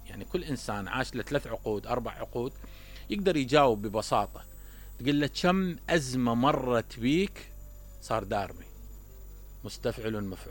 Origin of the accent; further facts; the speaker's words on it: Iraq; احنا كعراقيين عشناها